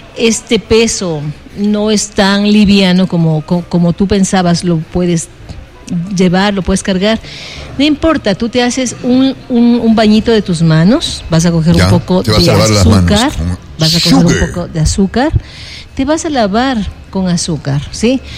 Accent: Ecuador; Nosotros sí, nosotros vamos a celebrar. Y somos ecuatorianos.

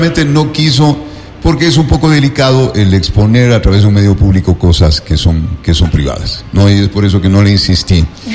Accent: Quito, Pichincha, Ecuador; la responsabilidad que tenemos como quiteños de la provincia de Pichincha

